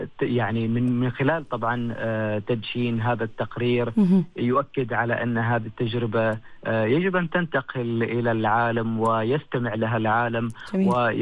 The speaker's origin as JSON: {"language": "Arabic", "country": "Oman", "said": "مشاعر أنت تستشعرها كعماني وأنت خارج حدود الوطن."}